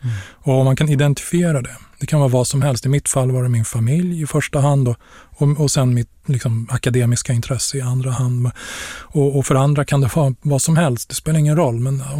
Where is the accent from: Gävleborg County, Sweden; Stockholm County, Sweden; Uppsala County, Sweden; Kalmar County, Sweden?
Stockholm County, Sweden; Stockholm; Jag är ju uppvuxen i Stockholm. Jag åkte ju alltid tunnelbana sedan jag var liten unge.